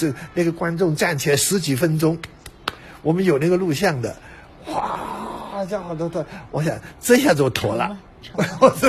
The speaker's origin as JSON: {"language": "Chinese", "region": "Shanghai", "country": "China", "tie": "born there", "moved": "yes", "said": "我小时候在上海"}